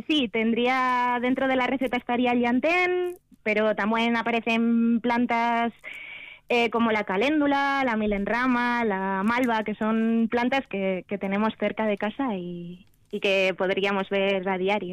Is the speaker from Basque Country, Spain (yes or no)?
yes; Vitoria-Gasteiz, Basque Country, Spain; now in Araia, Spain